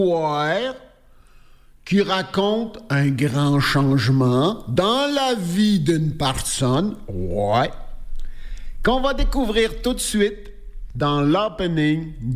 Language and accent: French; Trois-Rivières, Quebec, Canada; je me souviens quand j'étais petit gars, à Trois-Rivières, pendant l'exposition agricole qui a toujours lieu à la fin de l'été, au mois d'août